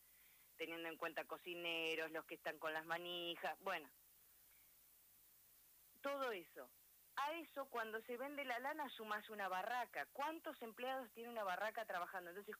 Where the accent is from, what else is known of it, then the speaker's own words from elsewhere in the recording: Trelew, Chubut, Argentina; now in Trelew, Argentina; Nací en Trelew, pero me crié en el campo y la vida después me trajo de vuelta a la ciudad de Trelew para poder estudiar mi secundario, mi carrera y finalmente trabajar.